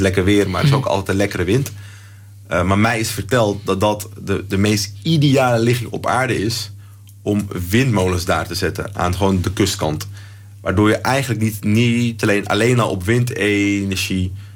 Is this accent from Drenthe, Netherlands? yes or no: no; Amsterdam, North Holland, Netherlands; ik ben opgegroeid in Amsterdam. Ik heb roots Suriname.